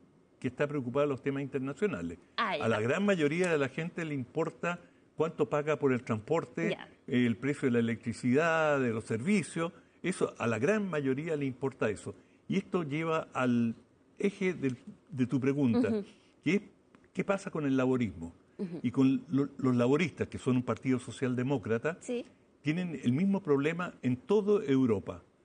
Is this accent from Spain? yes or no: no; Chile; así como los chilenos tenemos esta idea del Rey